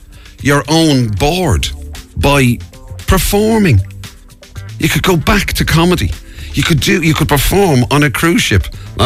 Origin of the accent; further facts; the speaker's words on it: Dublin, Leinster, Ireland; I'm from Finglas